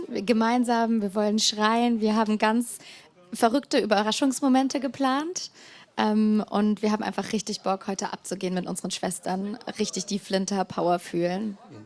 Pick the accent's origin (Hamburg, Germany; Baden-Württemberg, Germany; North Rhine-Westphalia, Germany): Baden-Württemberg, Germany; Tübingen; Wir kommen hier aus Tübingen, sind beste Freundinnen seit 18 Jahren.